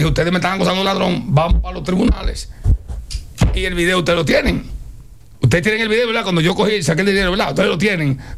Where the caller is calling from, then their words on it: San Juan, Puerto Rico; yo soy de San Juan